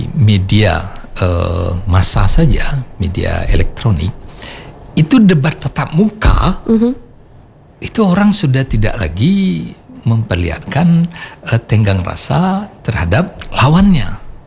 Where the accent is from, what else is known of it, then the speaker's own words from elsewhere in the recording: Indonesia; jadi sejarah kita sebagai orang Indonesia yang tutur katanya sopan apa-apa itu juga membentuk bagaimana sindiran-sindiran yang kita l